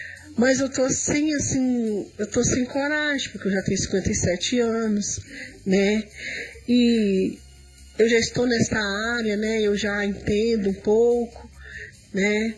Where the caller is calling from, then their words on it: Belo Horizonte, Minas Gerais, Brazil; sou de Belo Horizonte, Minas Gerais, né? O meu pastor se chama Kleber, né? E sou da Igreja do Barreiro 1.